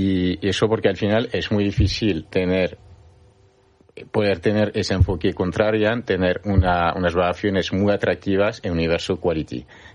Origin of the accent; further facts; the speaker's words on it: Paris, Île-de-France, France; Spanish is a second language; now in Spain; Bueno, yo soy de París y bueno, empecé ahí.